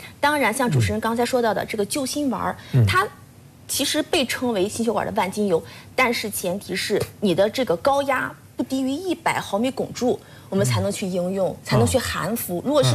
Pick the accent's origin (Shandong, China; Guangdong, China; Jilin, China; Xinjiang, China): Shandong, China